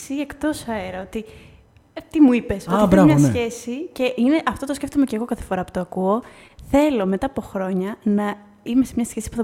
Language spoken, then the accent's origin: Greek; Trikala, Thessaly, Greece; moved away; αλλά ήμουν στο χωριό μου στα Τρίκαλα, νομίζω.